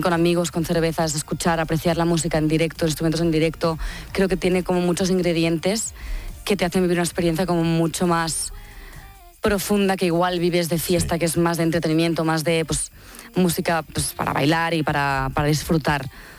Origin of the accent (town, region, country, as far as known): Tiana, Catalonia, Spain